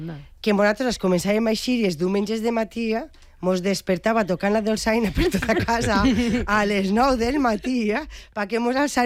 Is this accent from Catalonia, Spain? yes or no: no; Real, Valencian Community, Spain; Del Real, uh-huh.